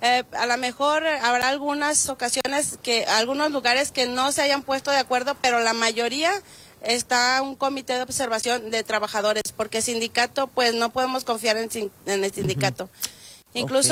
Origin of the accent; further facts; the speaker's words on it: Torreón, Coahuila, Mexico; Fue muy satisfactorio, tan así que pues yo soy de Torreón, Coahuila, y decidí quedarme todavía para vivir esta experiencia, ¿sí?